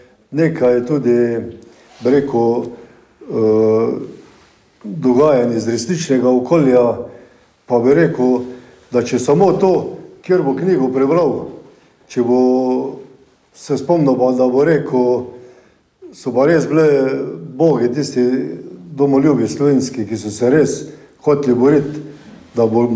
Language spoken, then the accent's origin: Slovenian; Ljubljana, Central Slovenia, Slovenia; Samo kot Ljubljančani se bomo tudi spomnali